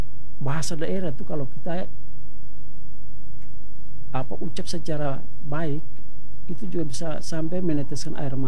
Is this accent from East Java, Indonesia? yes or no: no; East Nusa Tenggara, Indonesia; first language Abui; Indonesian is a second language; kebetulan saya penutur asli bahasa Abui.